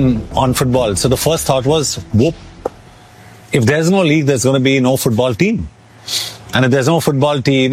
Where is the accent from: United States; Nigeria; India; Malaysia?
India; Mumbai, Maharashtra; probably the city that I live in, and I'm born and brought up in Mumbai.